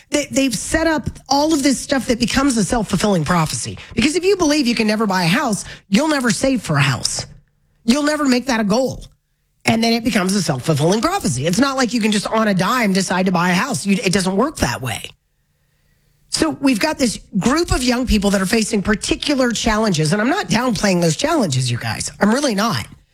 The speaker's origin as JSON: {"language": "English", "country": "United States", "said": "And maybe it's just because I am a hardwired American."}